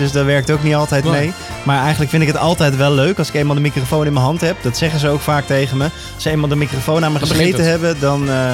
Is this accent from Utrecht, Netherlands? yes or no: yes; Soest, Utrecht, Netherlands; ik kom uit Soest.